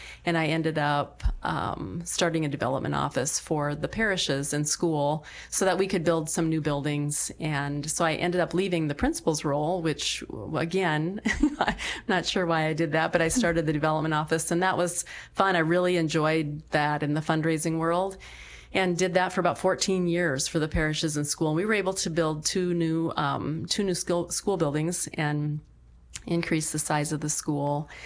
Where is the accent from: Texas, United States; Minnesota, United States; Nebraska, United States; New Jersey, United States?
Nebraska, United States; Crofton; I grew up in Crofton, Nebraska, just across the border.